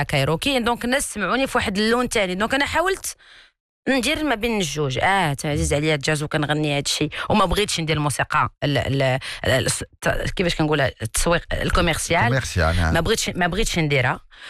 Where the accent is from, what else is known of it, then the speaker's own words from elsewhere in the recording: Casablanca, Casablanca-Settat, Morocco; لانني انا بنت الدار البيضاء.